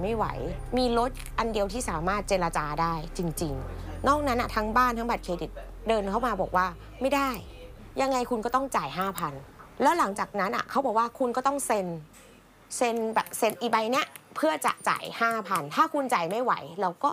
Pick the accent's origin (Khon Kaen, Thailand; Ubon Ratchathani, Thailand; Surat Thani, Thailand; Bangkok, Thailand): Bangkok, Thailand; ตอนนี้43ค่ะ … เป็นคนกรุงเทพค่ะเกิดและเติบโตในถนนย่านสีลมค่ะ